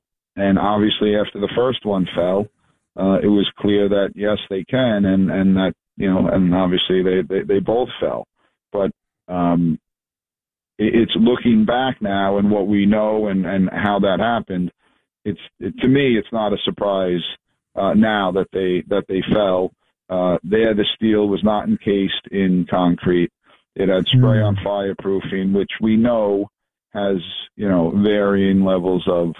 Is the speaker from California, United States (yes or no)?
no; New York, United States; growing up in New York